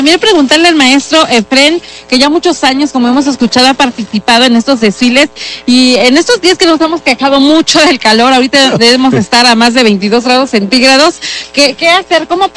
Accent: Puebla, Mexico; Ya sabemos que es toda una tradición aquí en Puebla

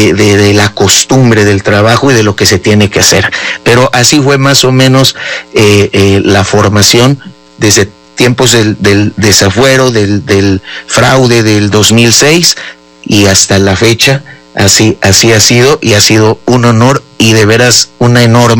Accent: Mexico City, Mexico; born there; also born or lived in Guadalajara / Washington / Xalapa; now in Puebla, Mexico; Yo nací en la Ciudad de México, pero viví en la Ciudad de México, viví en Guadalajara, viví en Washington, viví en Jalapa

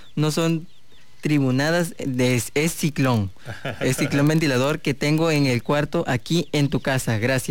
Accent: Teapa, Tabasco, Mexico; Somos de Teapa, Tabasco, de la taquería Tacos de Guisados, doña Candita

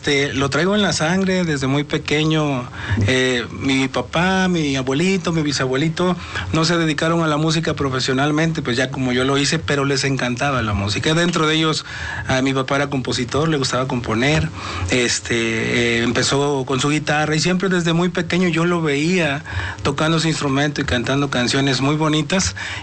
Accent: Veracruz, Mexico; now in Puebla, Mexico; Para mí, siento que soy poblano veracruzano, comparto mi corazón en dos porque aquí nací y allá crecí, ¿no? Entonces hoy actualmente ya estamos viviendo aquí en Puebla

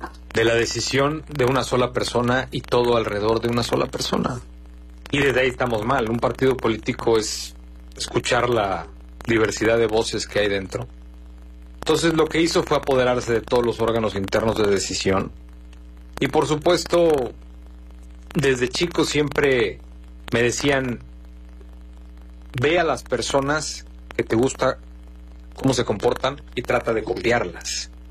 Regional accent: Guerrero, Mexico; Y así somos los guerrerenses, muy dignos.

